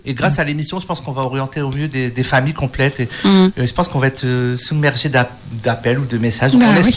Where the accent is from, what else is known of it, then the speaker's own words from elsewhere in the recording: Tourcoing, Hauts-de-France, France; Malheureusement, je suis de Tourcoing